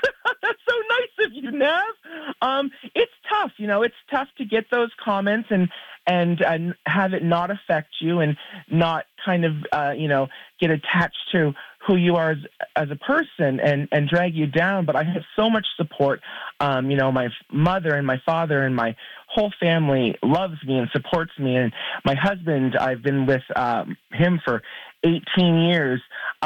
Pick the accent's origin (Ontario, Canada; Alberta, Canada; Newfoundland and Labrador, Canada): Ontario, Canada; Kingsville; I didn't have that growing up in Essex County, in Kingsville, in the what the kids now are calling the late 1900s, the 80s and the 90s